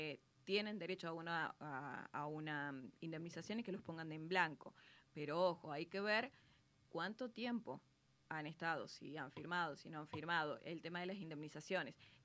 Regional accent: Argentina; como los argentinos decimos

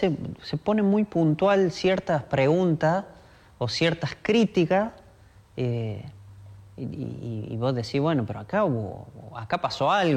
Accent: Argentina; Bueno, gracias a Dios, somos argentinos y hay muchos jugadores buenos.

